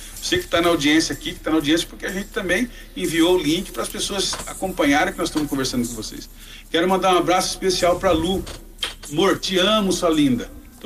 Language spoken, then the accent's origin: Portuguese; Brazil; nós somos brasileiros